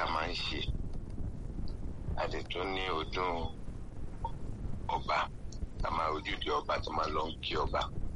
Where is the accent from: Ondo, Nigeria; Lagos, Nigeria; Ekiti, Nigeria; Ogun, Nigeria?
Ondo, Nigeria; Ọmọ bíbí ìlú Ondo ni mi.